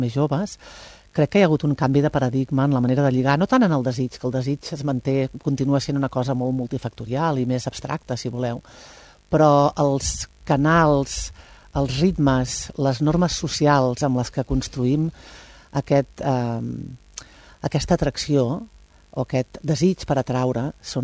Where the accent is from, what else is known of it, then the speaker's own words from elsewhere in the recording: Prats de Lluçanès, Catalonia, Spain; Clar, tio, és que jo soc de Prats de Lluçanès.